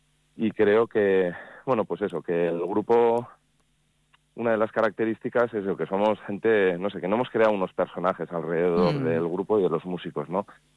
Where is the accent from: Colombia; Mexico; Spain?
Spain; Vitoria-Gasteiz, Basque Country; born there; Yo soy nacido aquí en Gasteiz y, pues igual en invierno estoy más en Gasteiz, en verano más en Yécora.